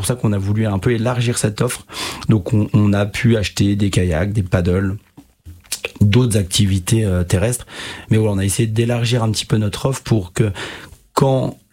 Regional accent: Metz, Grand Est, France; et moi, justement, je suis issu de Messin, hein, j'ai pratiqué la voile optimiste dès la scolarité primaire, dès le CM1, CM2.

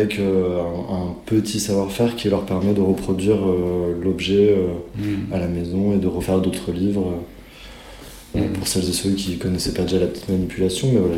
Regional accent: Grenoble, Auvergne-Rhône-Alpes, France; now in Strasbourg, France

